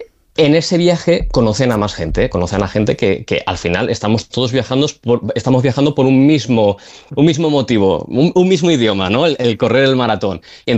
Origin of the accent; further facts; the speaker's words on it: Valencia, Valencian Community, Spain; bueno, nosotros somos de Valencia, pero también organizamos maratón